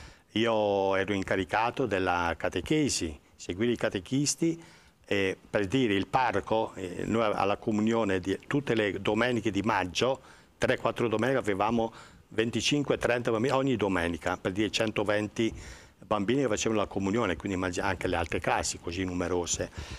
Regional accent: Bono, Sardinia, Italy; ho fatto un gemellaggio con il Bono Sardegna, il mio paese.

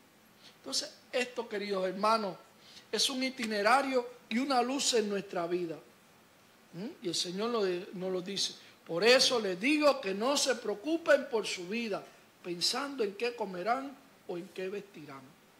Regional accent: Cuba; Los que somos cubanos

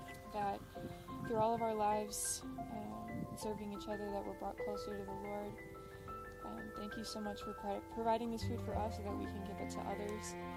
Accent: United States; And we are missionaries. We're sisters from the United States serving here in Norgata, Chihuahua for this year's Holy Week, and we're super excited.

